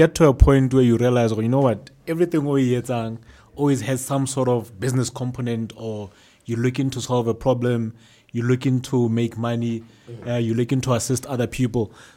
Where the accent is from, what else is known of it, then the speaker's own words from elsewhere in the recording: South Africa; No man, I'm a South African, typical South African entrepreneur.